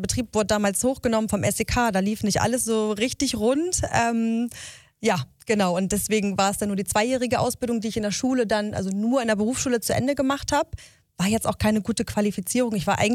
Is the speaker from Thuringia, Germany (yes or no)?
no; Neumünster, Schleswig-Holstein, Germany; Also ich bin eigentlich mein Leben lang in Neumünster gewesen, bin da geboren worden und aufgewachsen. Ich habe dann zwischenzeitlich mal so auf ein paar verschiedenen Dörfern gewohnt, ringsherum, weil ich sehr oft umgezogen bin. Aber ansonsten war eigentlich immer Neumünster so mein Zuhause auch.